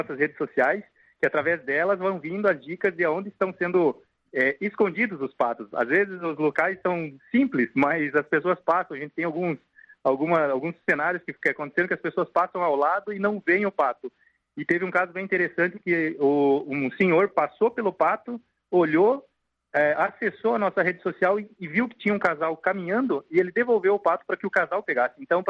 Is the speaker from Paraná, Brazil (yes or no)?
yes; Pato Branco, Paraná, Brazil; Sou de Pato Branco mesmo. Minha família é toda de Pato Branco e Coronel Vivida.